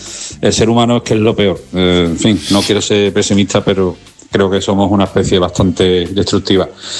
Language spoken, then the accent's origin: Spanish; Seville, Andalusia, Spain